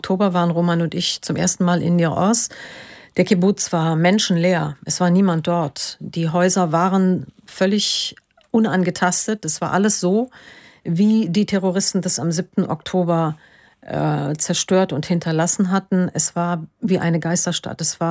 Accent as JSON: {"language": "German", "town": "Düsseldorf", "region": "North Rhine-Westphalia", "country": "Germany", "said": "Ich stamme aus Düsseldorf."}